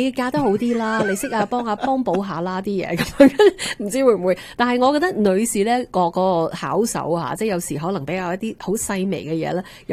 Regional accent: Canada; 我哋加拿大人

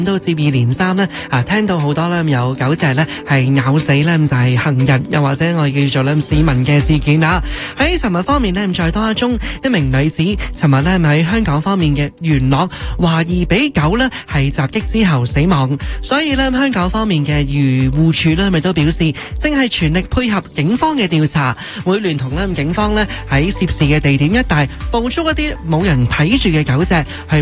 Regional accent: Canada

